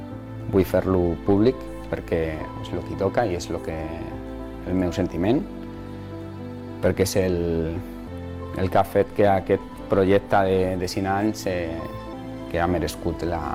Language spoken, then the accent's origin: Catalan; Girona, Catalonia, Spain; Primer a la província, perquè sóc un gironí més